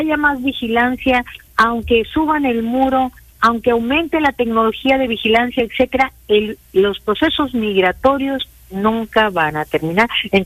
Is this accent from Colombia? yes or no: no; Sonora, Mexico; Un punto muy importante que nosotros enfatizamos, Coco, porque venimos de Sonora, es voltear a las regiones